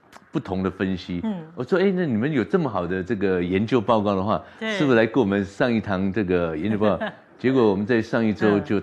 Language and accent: Chinese; Taiwan; 因为眷村子弟就是在一个竹篱笆里面长大